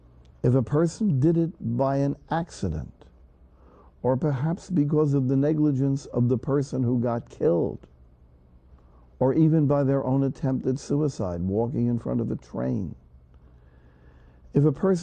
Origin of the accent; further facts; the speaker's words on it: United States; I'm an American.